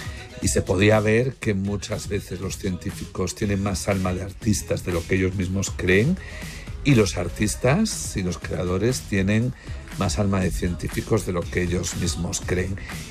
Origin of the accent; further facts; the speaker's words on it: Asturias, Spain; aunque mi apellido no lo diga, yo sí soy asturiano.